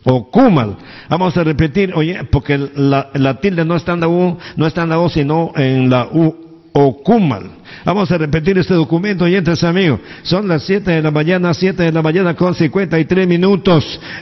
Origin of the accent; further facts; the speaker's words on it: Chota, Cajamarca, Peru; como dicen en mi pueblo, en Chota